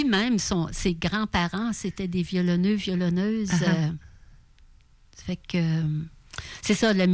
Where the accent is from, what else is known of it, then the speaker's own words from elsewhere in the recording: Petit-Pabos, Quebec, Canada; Moi, je suis originaire de Petit Pabot.